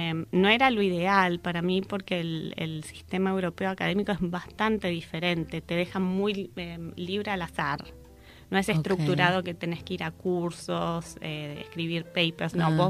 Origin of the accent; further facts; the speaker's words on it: Bariloche, Río Negro, Argentina; moved away as an adult; also born or lived in Boston / Buenos Aires; now in North Carolina, United States; Yo soy de Bariloche, viví ahí hasta los 18 años, después me fui unos 9 meses a vivir a Boston con amigos antes de empezar la facu.